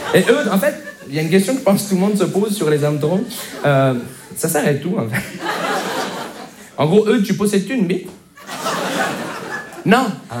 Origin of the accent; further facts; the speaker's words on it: Montreal, Quebec, Canada; Bonjour, je me présente … je viens de Montréal.